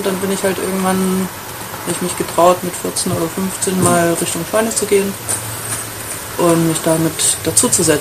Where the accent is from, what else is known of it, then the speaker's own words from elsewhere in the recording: Dresden, Saxony, Germany; Ich komme aus Dresden. Bin hier aufgewachsen. Bin jetzt 29 Jahre alt.